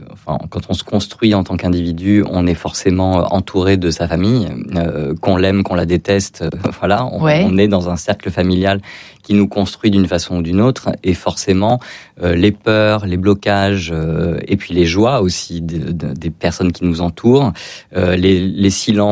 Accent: Hyères, Provence-Alpes-Côte d'Azur, France; Moi je suis originaire de Hyères, j'ai grandi à Hyères, donc tout ce qui est reconnexion à mon enfance, ça aurait pu être Hyères.

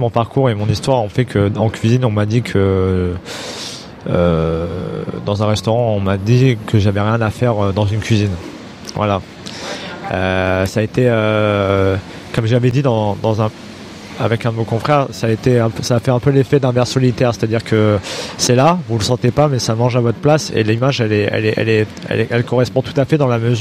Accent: Lyon, Auvergne-Rhône-Alpes, France

